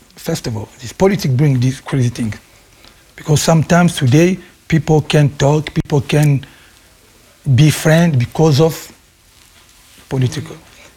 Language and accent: English; DR Congo; I'm from Congo.